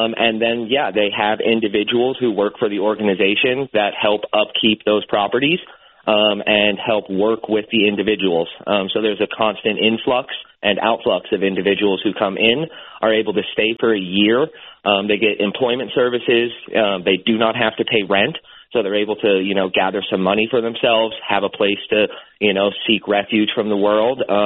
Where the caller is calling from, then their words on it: California, United States; I'm in California.